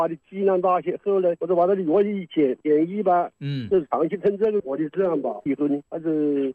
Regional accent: Hanchuan, Hubei, China; now in Wuhan, China; 我的老家是汉川

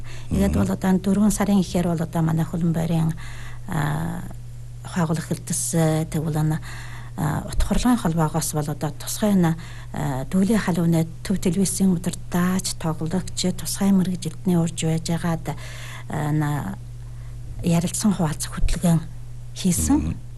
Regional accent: Inner Mongolia, China; манай нутгийн өвөр Монголын

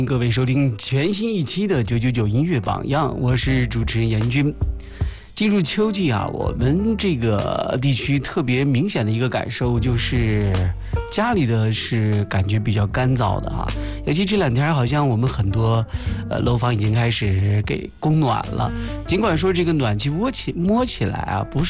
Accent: China

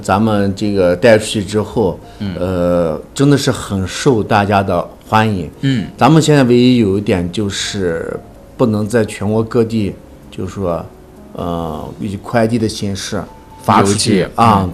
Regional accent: Fangcaohu, Xinjiang, China; 我是土生土长的老芳草湖人。

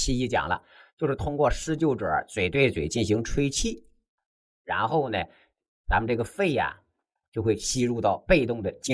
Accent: China; 但是很少人知道啊，这可是完全出自于我们中国人自己老祖宗的智慧啊！

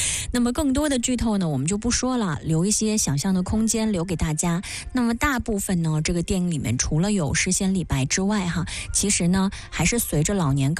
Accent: China; 我们中国人的风骨和节气也是会一直存在的。

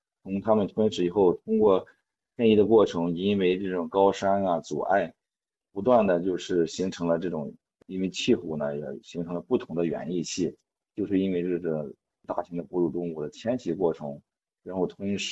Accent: China

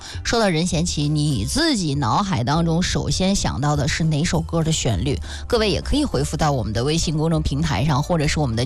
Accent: Shijiazhuang, Hebei, China; 是不是咱们石家庄人平常爱去常去的地方啊？

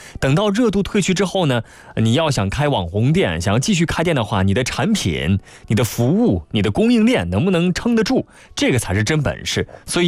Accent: Guangdong, China; 咱们广东人、广东朋友

